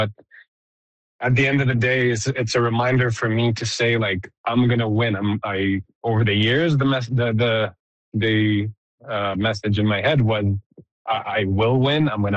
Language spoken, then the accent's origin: English; Canada; Really, my message is, as a Canadian society, as a nation, we could always do better.